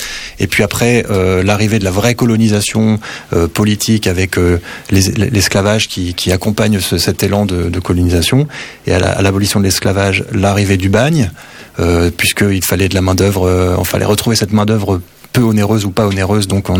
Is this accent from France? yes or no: yes; Bourgogne-Franche-Comté, France; moved away; je viens de la Bourgogne